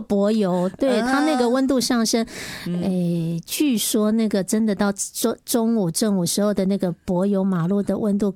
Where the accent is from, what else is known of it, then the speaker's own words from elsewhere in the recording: Taiwan; 我们台湾已经是毛孩子的出生率不是，就是增加率